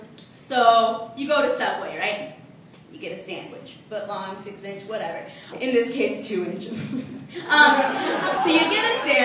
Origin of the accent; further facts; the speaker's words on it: Arkansas, United States; So, like Sharoop, I too am an immigrant. I'm from Arkansas.